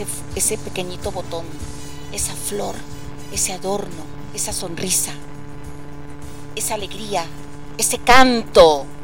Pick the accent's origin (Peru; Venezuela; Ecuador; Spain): Venezuela; nosotros como venezolanos